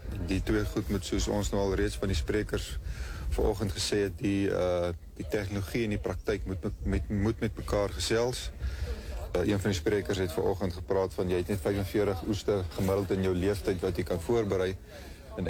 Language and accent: Afrikaans; Northern Cape, South Africa; moved away as an adult; now in Western Cape, South Africa; So ek is oorspronklik van die Noord-Kaap. Die winters hier vir my is maar baie swaar, omdat het so koud en nat is. Daarbo is het meer woestynklimaat, waar het bietjie weer meer droër is. Maar ook koud in die winter, maar warm in die somer.